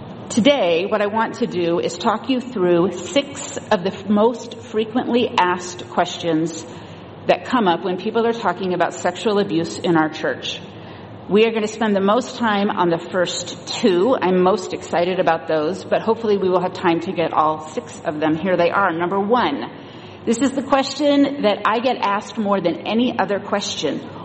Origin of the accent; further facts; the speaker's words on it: Modesto, California, United States; My hometown newspaper, the Modesto Bee, ran a story about the church where I grew up. I grew up outside of the LDS church